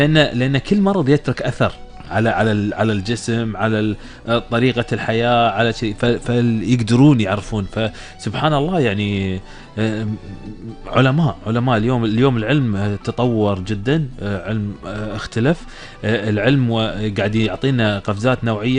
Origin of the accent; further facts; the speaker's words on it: Kuwait; احنا عندنا في الكويت